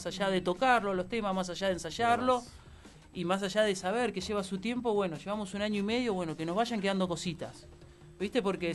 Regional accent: Bahía Blanca, Buenos Aires Province, Argentina; somos todos de Bahía.

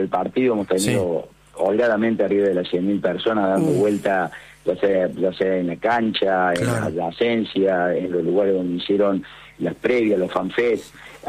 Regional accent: Córdoba, Argentina; y la verdad que eso a mí me llena de alegría como cordobés, y ojalá que a todos los cordobeses los llene también de alegría

